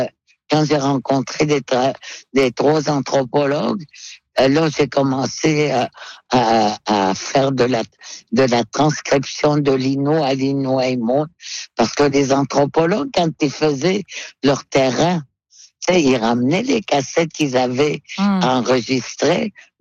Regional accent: Canada; first language Inuktitut; French is a second language; Et puis, pas seulement que c'était ma langue maternelle, mais c'est parce que c'est la langue.

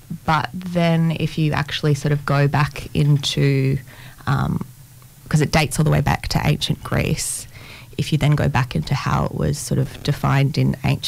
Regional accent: Lismore, New South Wales, Australia; moved away as an adult; now in Melbourne, Australia; No, so I grew up in Lismore on the Northern Rivers, and lived there until I was about 19 and then moved to Melbourne

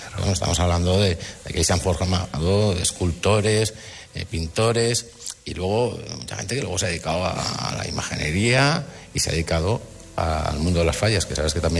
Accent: Valencian Community, Spain; eso digamos que constituye la base de nuestra idiosincrasia, ¿no?, como valencianos.

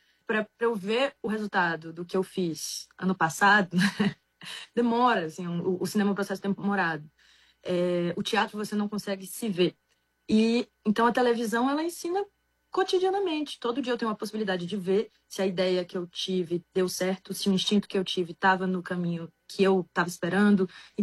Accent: Bahia, Brazil; also born or lived in Salvador; now in Rio de Janeiro, Brazil; Eu sou do interior, quer dizer, nasci na capital, nasci em Salvador e cresci no interior.

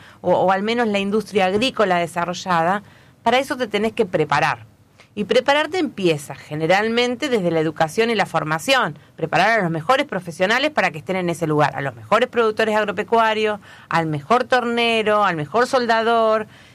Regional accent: Argentina; ¿Qué queremos ser los argentinos?

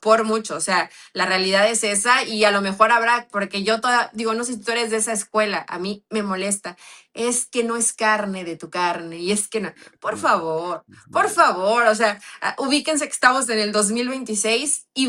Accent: Mexico; porque no somos así los mexicanos.

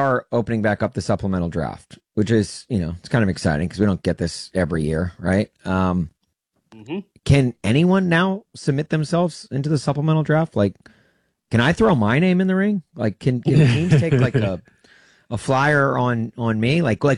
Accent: Tennessee, United States; born there; my hometown team, the Tennessee Titans

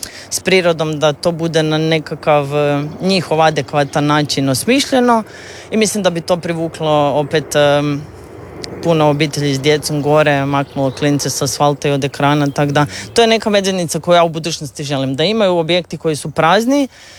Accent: Zagreb, City of Zagreb, Croatia; ja kao ono Zagrepčanka

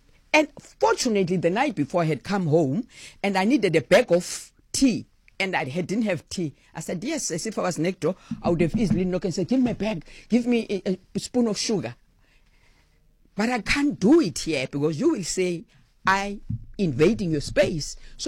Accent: Cape Town, Western Cape, South Africa; born there; moved away as an adult; now in Durbanville, South Africa; I moved from Langa. I stayed in Durbanville, right? But my house is still there, right? My house is still there. And every week I go to my house. Weekends, we spend weekends in Langa with them, because that's where we're born.

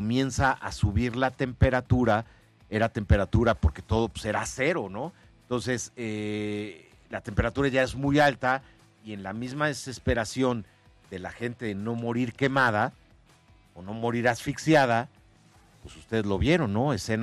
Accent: Mexico; O sea, amo a mi país, soy mexicano.

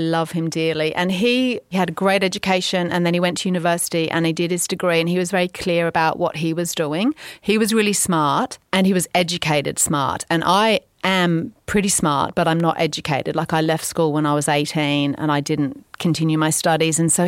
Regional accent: England, United Kingdom; And I thought, oh, I'm English. It's kind of an English culture. I'll be all right.

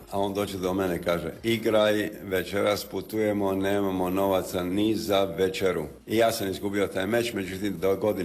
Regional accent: Split, Split-Dalmatia County, Croatia; also born or lived in New York / London / Munich; Kad ste rekli Splićanin, da, ja sam rođen u Splitu, u Belom Varešu, gdje je infetivi Splićani. Uživao sam se vraćati u Split

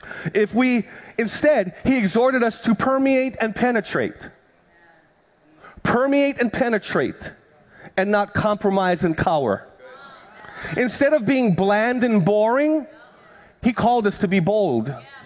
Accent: Big Island, Hawaii, United States; growing up on the Big Island, my Filipino grandma

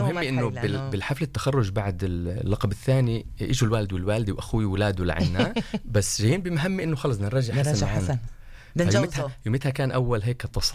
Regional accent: Israel; born there; moved away as an adult; also born or lived in Cyprus; العربي اللي خلقان في إسرائيل فلسطين إسرائيلي

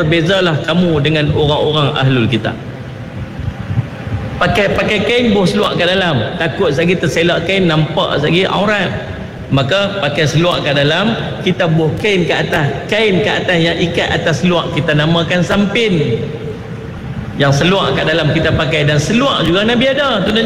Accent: Kedah, Malaysia; Kita duduk Kedah ni, lebih kurang saya lah. Saya ni asal orang Relih. Mak saya orang Bendang, ayah saya orang Bendang.

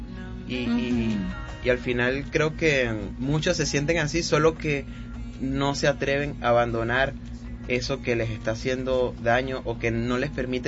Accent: Venezuela; entonces yo crecí escuchando artistas como … En aquel entonces en mi país, Venezuela, eran los artistas, digamos que top

